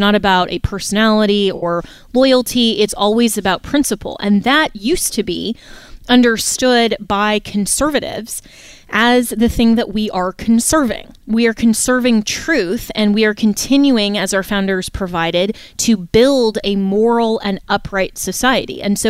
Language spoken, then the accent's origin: English; Florida, United States; my home state, the Free State of Florida